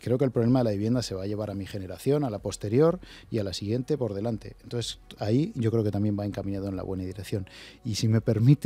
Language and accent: Spanish; Pelayos de la Presa, Community of Madrid, Spain; sabéis que yo soy de Pelayos de la Presa